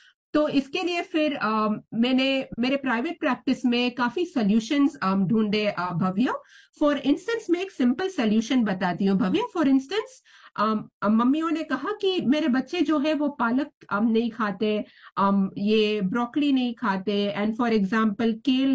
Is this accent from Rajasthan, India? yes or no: no; Mumbai, Maharashtra, India; moved away; जो मैं मुंबई से आती हूँ